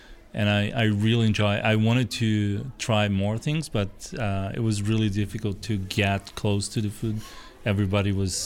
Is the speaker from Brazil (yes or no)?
yes; South Region, Brazil; I'm Brazilian. I'm from Brazil, from south of Brazil.